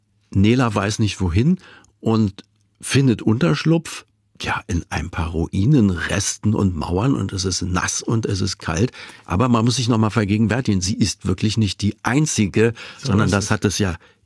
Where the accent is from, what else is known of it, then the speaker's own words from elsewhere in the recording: Berlin, Germany; Ich selber bin als Kind in Berlin-Steglitz aufgewachsen und das ist eine ganz eigene Geschichte.